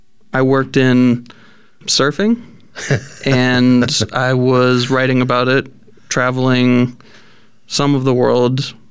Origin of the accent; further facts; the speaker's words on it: Virginia, United States; moved away as an adult; also born or lived in Washington, D.C. / Charleston, South Carolina / Los Angeles; now in Ashland, United States; I grew up in Virginia, so road trips were frequently...